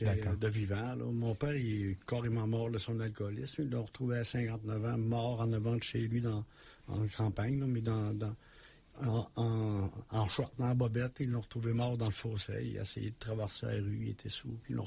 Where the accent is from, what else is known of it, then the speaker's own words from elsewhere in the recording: Bellechasse, Quebec, Canada; moi j'ai été élevé dans Bellechasse, dans la région de Bellechasse, en campagne